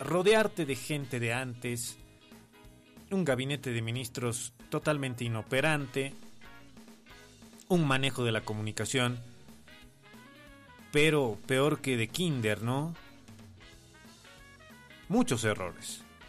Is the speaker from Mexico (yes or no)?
no; Bolivia; todos los bolivianos es unirnos nuevamente como bolivianos